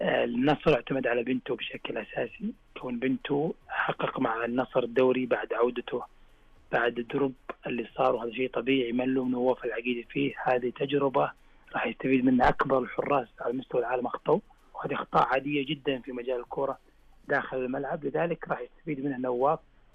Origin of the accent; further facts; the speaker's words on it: Saudi Arabia; حنا كسعوديين